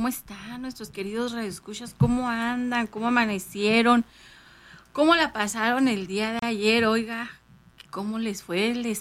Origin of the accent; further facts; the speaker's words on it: Mexico; volver a ver una inauguración en mi país